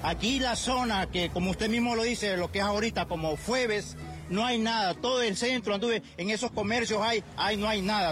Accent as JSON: {"language": "Spanish", "region": "Choluteca", "country": "Honduras", "tie": "born or raised there", "said": "Nacido, enterrado en mi ombligo aquí. Yo soy, soy nativo de aquí de Choluteca."}